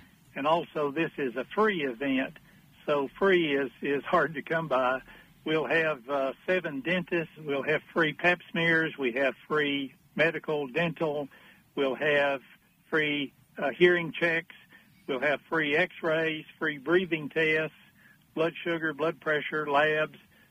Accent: Rose Hill, Virginia, United States; born there; also born or lived in Jonesville, Virginia / Big Stone Gap, Virginia; I was born down in Rose Hill in Lee County, lived in Jonesville and Big Stone Gap. So, yeah, I have stomped the grass all over the hills and waysides over there

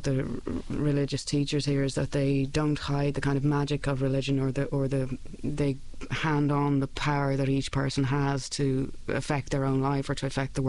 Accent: Ireland; So I don't know, I guess just as an Irish person here, I was living in Atlanta there for about 4 months last year

